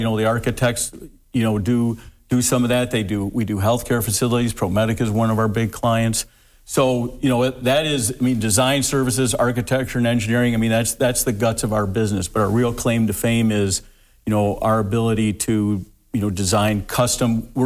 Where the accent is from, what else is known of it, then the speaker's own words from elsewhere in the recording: Toledo, Ohio, United States; graduate of the University of Toledo, born and raised here in Toledo as well.